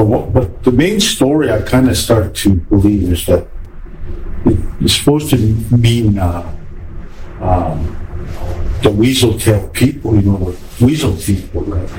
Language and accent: English; Alberta, Canada; born there; I'm from the Bloods, I'm a Blood Indian, because I was born there.